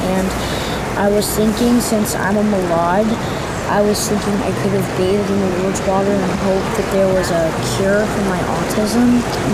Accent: McLean, Virginia, United States; I'm 10 years old, I'm from McLean, Virginia.

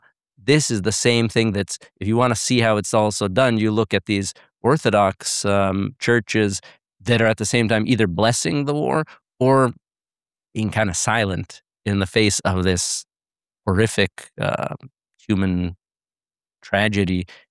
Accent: Canada; moved away as an adult; also born or lived in United States / Kyiv, Ukraine / Vienna, Austria; now in Rome, Italy; I was born in the States and grew up in Canada and live here in Rome, I'm a priest of the Ukrainian Greek Catholic Archeparchy of Kyiv.

